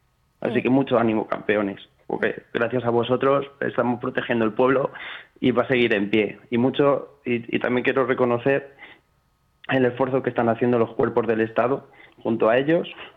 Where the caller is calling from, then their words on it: Sotillo de la Adrada, Castile and León, Spain; Yo ahora mismo estoy en Sanse, de hecho soy vecino de Sotillo.